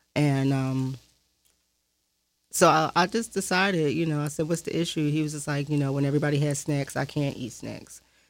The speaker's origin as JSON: {"language": "English", "town": "Philadelphia", "region": "Pennsylvania", "country": "United States", "tie": "born there", "said": "I was born here in Philadelphia, but I'm an Army brat. My dad is a sergeant in the Army, and so we traveled a lot."}